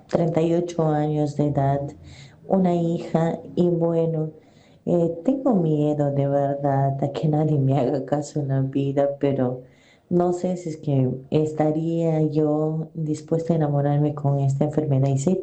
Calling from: Peru; Soy de Perú y me gustaría contarle a usted que soy una persona bipolar y tengo 38 años de edad

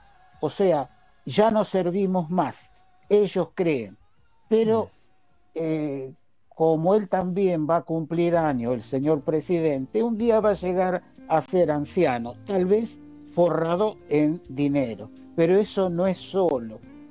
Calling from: Luján, Buenos Aires Province, Argentina; Yo vivo acá en Luján

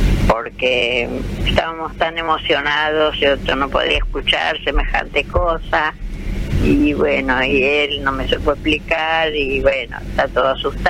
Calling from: Buenos Aires, Argentina; Yo vivo en Flores

